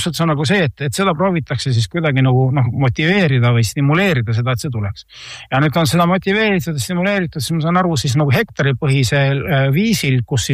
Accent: Naviküla, Võru County, Estonia; mina olen Naviküla inimene Võrumaalt ja Naviküla ja meie kant on väga suur selline köögivilja

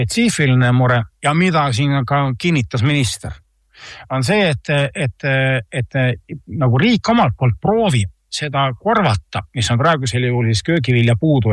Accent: Naviküla, Võru County, Estonia; mina olen Naviküla inimene Võrumaalt ja Naviküla ja meie kant on väga suur selline köögivilja

